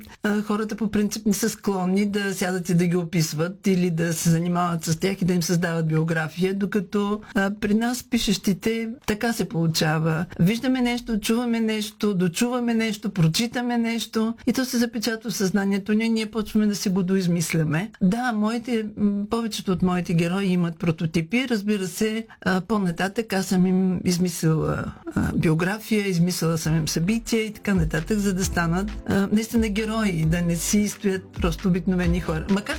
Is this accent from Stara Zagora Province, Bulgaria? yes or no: yes; Stara Zagora, Stara Zagora Province, Bulgaria; born there; now in Burgas, Bulgaria; Аз съм родена в Стара Загора. Море видях едва като бях някъде около 12-13 годишна.